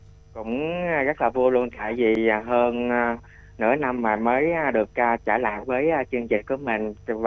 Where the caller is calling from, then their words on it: An Giang, Vietnam; đang gọi đến từ An Giang mới ạ.